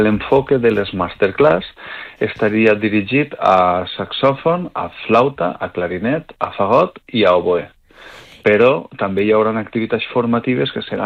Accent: Planes, Valencian Community, Spain; I després en l'especialitat d'oboe pues estic jo, que soc de Planes

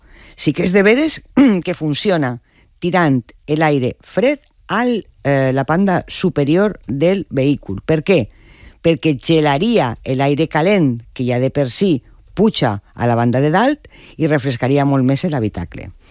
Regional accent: Cuenca, Castilla-La Mancha, Spain; si jo me'n vaig cap a Madrid, perquè tinc el meu poble a Conca

